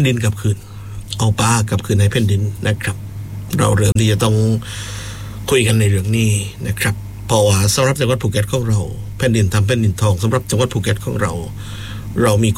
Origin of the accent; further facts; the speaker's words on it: Phuket, Thailand; เราเป็นคนภูเก็ต